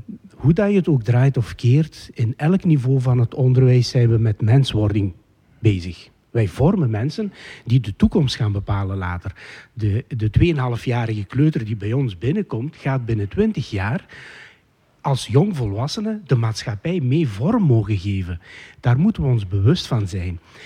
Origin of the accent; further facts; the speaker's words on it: Heusden-Zolder, Flanders, Belgium; ik ben zelf afkomstig van Heusden-Zolder tegen Koerselaan.